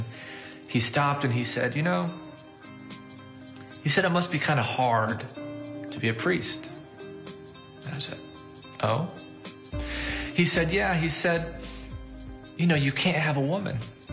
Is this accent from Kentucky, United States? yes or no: yes; Owensboro, Kentucky, United States; I'm originally from Owensboro, and I'm presently a priest at St. Joseph and Paul in Owensboro, Kentucky.